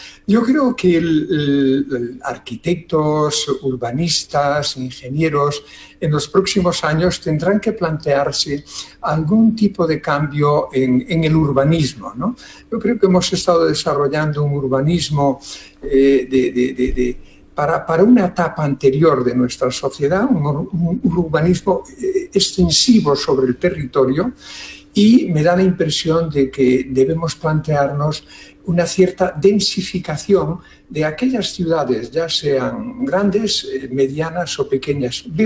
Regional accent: Galicia, Spain; yo soy gallego

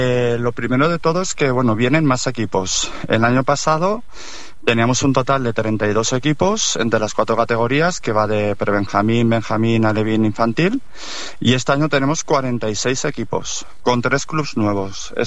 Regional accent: Graus, Aragon, Spain; yo soy de Graus y él se crió en Graus

